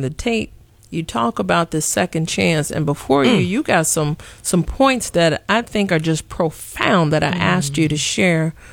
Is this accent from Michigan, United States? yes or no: no; Chicago, Illinois, United States; growing up Chicago.